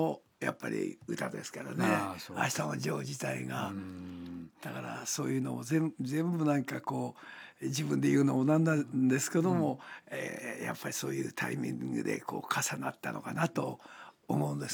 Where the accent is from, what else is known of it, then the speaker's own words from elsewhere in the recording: Tokyo, Japan; あの浅草上野あたりで僕も育ってましたから